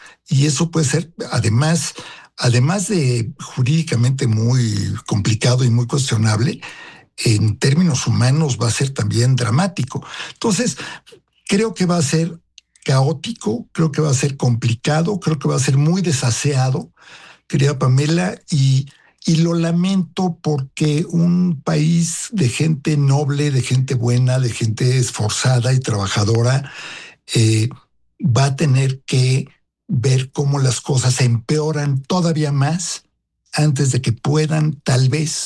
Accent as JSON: {"language": "Spanish", "country": "Mexico", "also_born_or_lived": "Soviet Union", "said": "me tocó vivir en la Unión Soviética, Pam, como diplomático mexicano."}